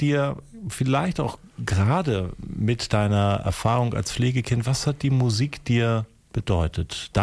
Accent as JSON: {"language": "German", "town": "Kiel", "region": "Schleswig-Holstein", "country": "Germany", "said": "Ich bin ja auch nordlich, ich komme aus Kiel."}